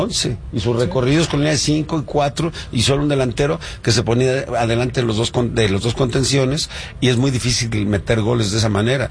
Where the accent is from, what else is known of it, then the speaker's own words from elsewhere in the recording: Mexico City, Mexico; now in Guadalajara, Mexico; Yo vengo del DF.